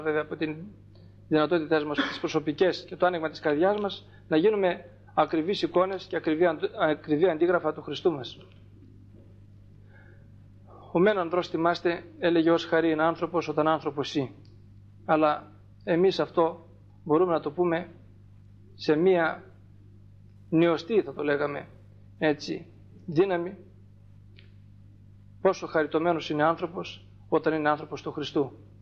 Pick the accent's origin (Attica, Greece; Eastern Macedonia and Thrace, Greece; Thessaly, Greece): Thessaly, Greece; γιατί εμείς οι Θεσσαλοί, γιατί είναι και πατριώτες μου, είμαι Θεσσαλός